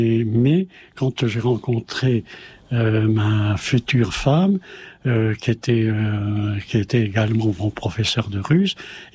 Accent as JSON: {"language": "French", "town": "Bordeaux", "region": "Nouvelle-Aquitaine", "country": "France", "said": "Parce que je suis bordelais à l'origine."}